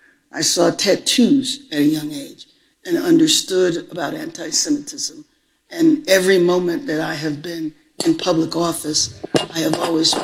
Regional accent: Los Angeles, California, United States; born there

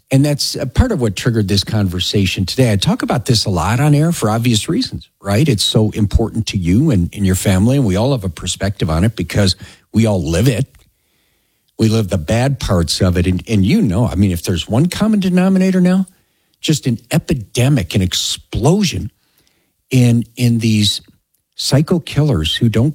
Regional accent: Chicago, Illinois, United States; moved away as an adult; now in Colorado, United States; I came here from Chicago. You know, I grew up in Chicago. My dad was a cop.

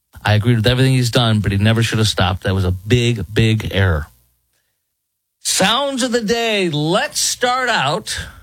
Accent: Chicago, Illinois, United States; Let's go to Chicago, my hometown. It's always fun in Chicago.

